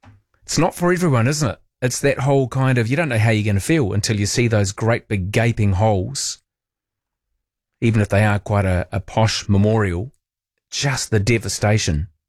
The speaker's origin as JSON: {"language": "English", "country": "Australia", "said": "My daughter from Seattle was in New Zealand, as we're a family from Australia."}